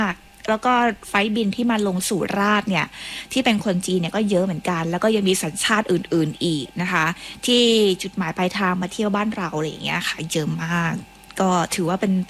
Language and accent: Thai; Southern Thailand, Thailand; สำหรับพวกเราคนไทยแล้วก็พวกเราชาวใต้ด้วย